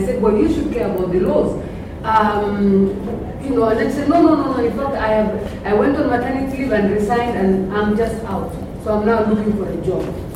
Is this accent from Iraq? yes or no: no; Kenya; knowing that I came from Kenya